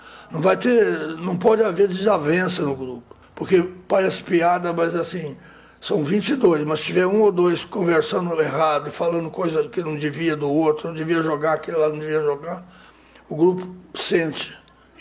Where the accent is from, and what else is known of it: Brazil; born there